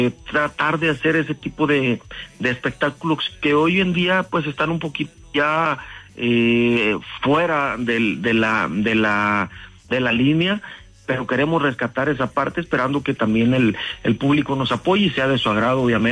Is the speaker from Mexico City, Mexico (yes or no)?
no; Tepic, Nayarit, Mexico; yo soy del estado de Nayarit, en la ciudad de Tepic